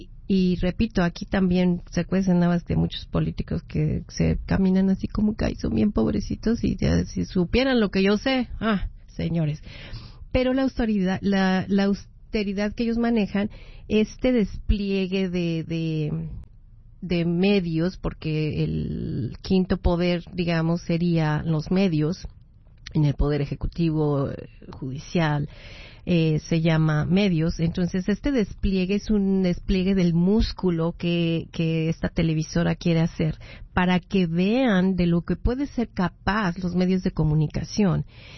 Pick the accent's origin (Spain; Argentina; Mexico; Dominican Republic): Mexico; Yo que soy mexicana y pues colaboro con mexicanos en el exterior